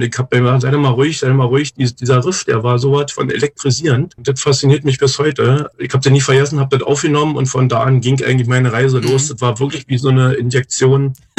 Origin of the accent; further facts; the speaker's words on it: East Germany, Germany; born there